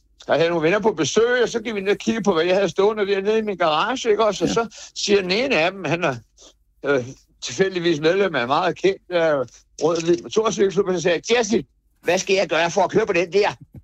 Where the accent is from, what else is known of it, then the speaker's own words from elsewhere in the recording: Capital Region of Denmark, Denmark; Ja, jeg er fra Nordsjælland, og det hænger stadigvæk med.